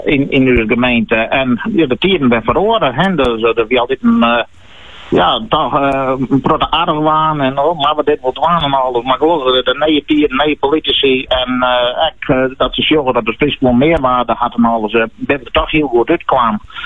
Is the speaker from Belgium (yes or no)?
no; Friesland, Netherlands; we als Friesen